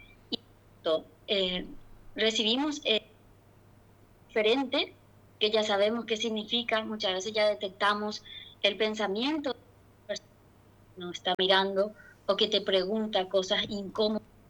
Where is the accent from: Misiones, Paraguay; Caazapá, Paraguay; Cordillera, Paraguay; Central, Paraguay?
Misiones, Paraguay; Santiago; moved away; venimos de familia humilde de Santiago Misiones, pero esa familia, te estoy hablando de 40 años atrás, esa familia que se dedicaba a la chacra